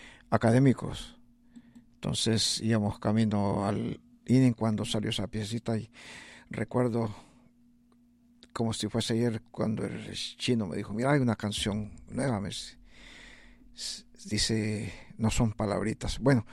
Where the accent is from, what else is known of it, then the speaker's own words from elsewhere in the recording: San Miguel, El Salvador; nosotros que somos de San Miguel, ahí en El Salvador